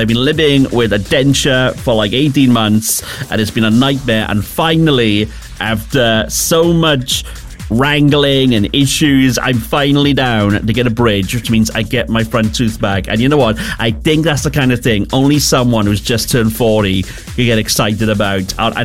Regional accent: Wales, United Kingdom; I'm Welsh.

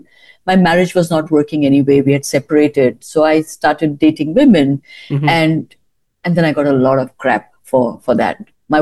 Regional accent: Mumbai, Maharashtra, India; I was raised in India, Mumbai. I'm not a Hindu, I'm a Catholic.

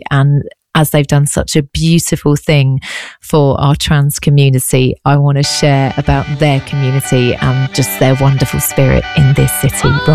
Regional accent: Brighton, South East England, United Kingdom; Now, I'm from Brighton. That's my hometown. That's where I'm talking to you from.

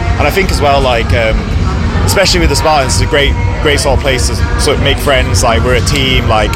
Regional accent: Huddersfield, Yorkshire and the Humber, United Kingdom; moved away as an adult; also born or lived in London; now in Manchester, United Kingdom; I'm originally from Huddersfield.

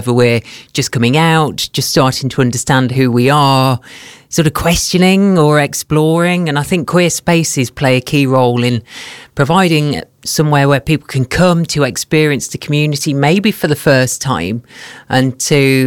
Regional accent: West Midlands, United Kingdom; moved away; So I've previously run big pride festivals down in my hometown in Staffordshire.

